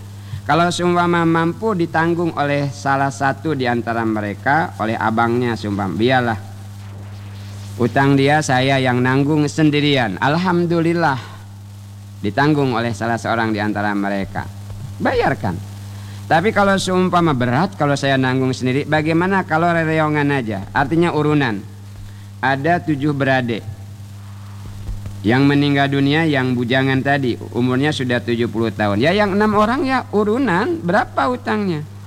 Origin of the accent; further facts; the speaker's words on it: Bangka Belitung Islands, Indonesia; kata kita orang Bangka